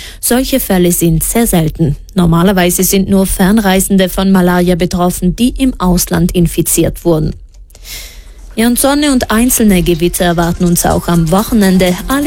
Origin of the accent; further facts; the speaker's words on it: Trentino-Alto Adige, Italy; Bei uns in Südtirol ist es so, dass Väter nur untertags bei den Babys bleiben dürfen.